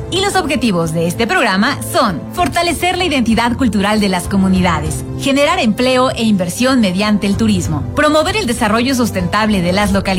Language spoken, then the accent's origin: Spanish; Mexico; lo que somos como mexicanos